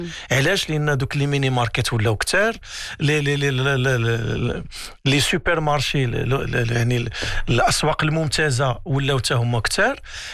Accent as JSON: {"language": "Arabic", "country": "Morocco", "said": "لان المصاريف ديال الحساب البنكي عندنا في المغرب غاليه وغاليه بزاف"}